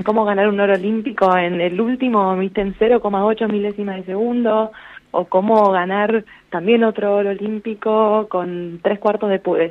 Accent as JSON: {"language": "Spanish", "country": "Argentina", "said": "creo que algo que nos distingue y que nos da como esa sensación de que se puede, somos Argentina"}